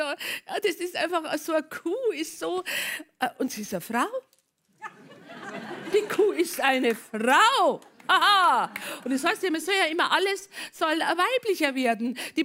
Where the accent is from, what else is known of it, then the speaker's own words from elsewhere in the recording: Bavaria, Germany; ich bin aus Bayern, ich gebe es offen zu, ich liebe Bayern.